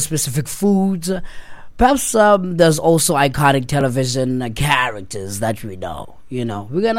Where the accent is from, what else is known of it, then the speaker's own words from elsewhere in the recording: South Africa; growing up in South Africa, you know, 80s, 90s, 2000s